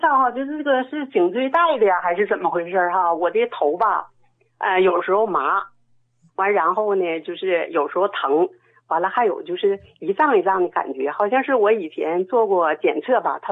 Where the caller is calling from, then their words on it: Shenyang, Liaoning, China; 我是沈阳的患者。